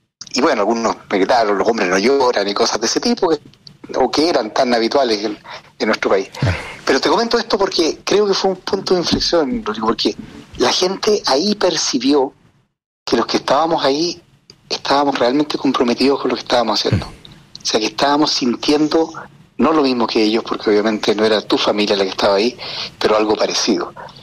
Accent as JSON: {"language": "Spanish", "country": "Chile"}